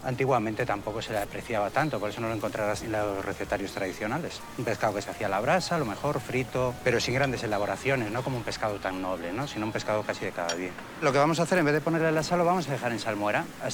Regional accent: Moaña, Galicia, Spain; mi pueblo, de Moaña, que es un pueblo productor de berberechos.

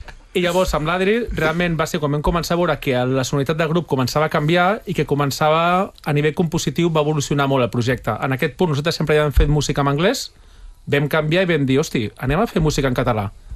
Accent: Barcelona, Catalonia, Spain; Mira, som tres de Barcelona i un de Puigcerdà.

